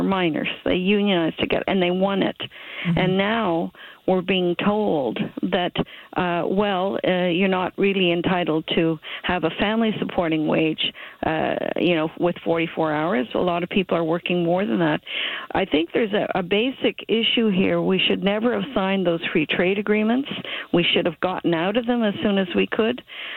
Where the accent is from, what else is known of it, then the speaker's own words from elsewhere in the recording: Ontario, Canada; also born or lived in Toronto; I didn't grow up in Hamilton. I grew up in Northern Ontario.